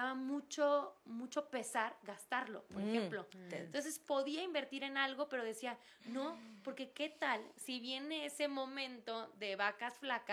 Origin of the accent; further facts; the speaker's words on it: Huatulco, Oaxaca, Mexico; yo crecí en Huatulco, Oaxaca, en Bahías de Huatulco.